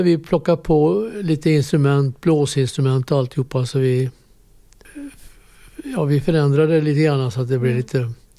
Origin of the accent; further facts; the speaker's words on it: Floby, Västra Götaland County, Sweden; born there; accent: Västgötska; also born or lived in Norra Hammar, Jönköping / Hällabrottet; now in Vällingby, Sweden; Jag är född i Norra Hammar utanför Jönköping. Och sen flyttade mina föräldrar och mina syskon upp till Hällabrottet. Och därefter så flyttade vi till ett ställe som heter Floby. Och det ligger i Västergötland